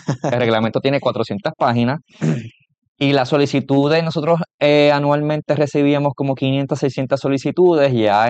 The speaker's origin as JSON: {"language": "Spanish", "town": "Vega Baja", "country": "Puerto Rico", "said": "Yo soy de Vega Baja, yo estoy en Vega Baja."}